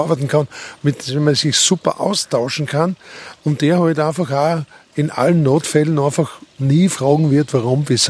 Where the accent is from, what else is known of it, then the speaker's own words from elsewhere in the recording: Styria, Austria; aber er ist halt doch da nahe meiner Heimat, auch in der Südsteiermark daheim.